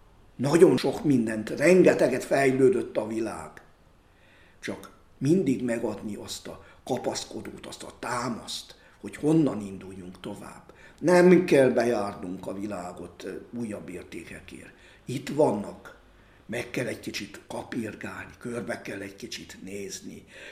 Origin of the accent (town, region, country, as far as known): Székely Land, Romania; born or raised there